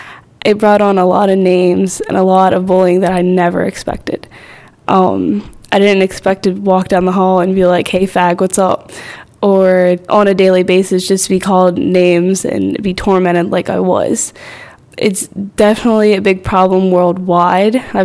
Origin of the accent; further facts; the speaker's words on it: Manassas, United States; I'm 16. I'm from Manassas, PA.